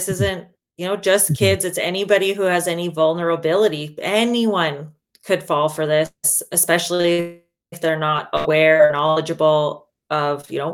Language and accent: English; Canada; I'm from Canada.